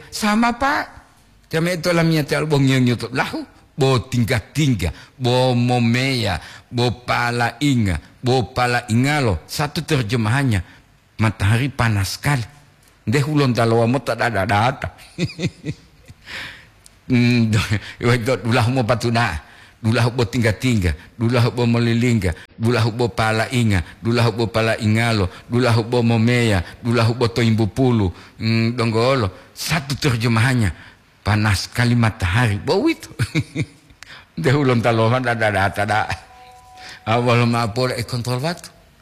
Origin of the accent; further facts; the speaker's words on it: Gorontalo, Indonesia; now in Manado, Indonesia; Pak Kuni, saya orang Gorontalo tapi tinggal di Manado.